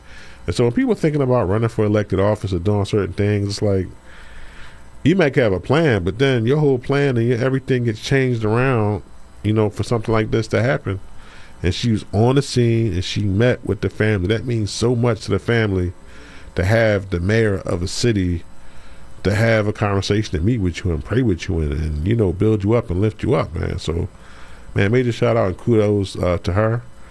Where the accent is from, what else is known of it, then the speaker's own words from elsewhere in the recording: Philadelphia, Pennsylvania, United States; I'm from, born and raised in West Philadelphia